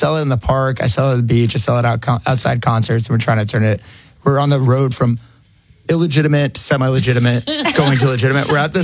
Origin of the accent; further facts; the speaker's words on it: New Jersey, United States; So I grew up in the Kingdom of New Jersey as a Nets fan.